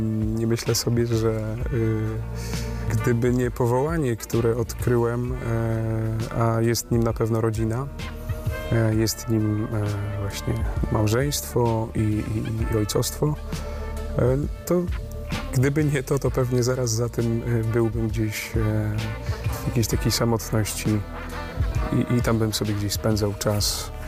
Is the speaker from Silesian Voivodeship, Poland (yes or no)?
yes; Chorzów, Silesian Voivodeship, Poland; born there; Urodziłem się na Śląsku w Chorzowie